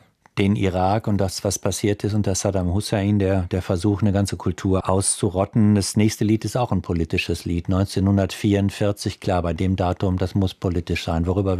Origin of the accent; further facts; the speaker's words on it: North Rhine-Westphalia, Germany; ich komme aus dem Dorf im Sauerland